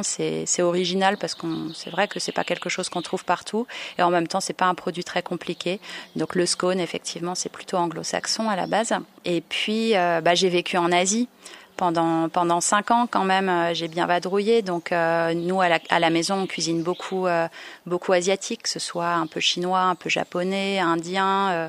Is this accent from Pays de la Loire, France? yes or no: no; Strasbourg, Grand Est, France; born there; moved away as an adult; also born or lived in Germany; moi je suis originaire de Strasbourg, donc évidemment j'ai des racines et des traditions alsaciennes assez fortes. Et puis comme je l'ai dit tout à l'heure, j'ai vécu en Allemagne pendant 10 ans.